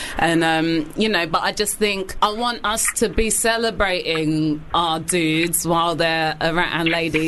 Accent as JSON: {"language": "English", "region": "London", "country": "United Kingdom", "said": "I mean, to me as a Londoner from the outside, it just sounds like New York."}